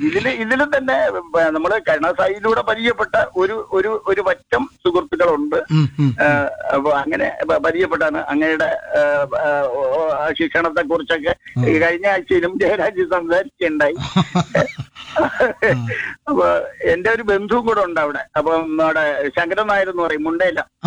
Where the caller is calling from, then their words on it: Peyad, Kerala, India; ഞാൻ പേയാട് സ്വദേശിയാണ്.